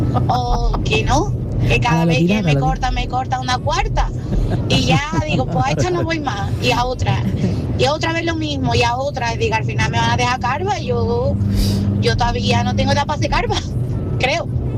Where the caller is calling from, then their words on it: Seville, Andalusia, Spain; de Sevilla.